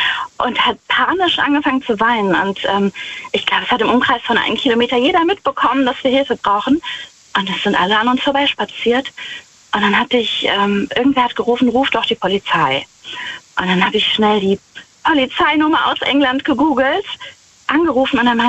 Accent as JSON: {"language": "German", "town": "Wittlich", "region": "Rhineland-Palatinate", "country": "Germany", "said": "Ich bin aus der Nähe von Wittlich."}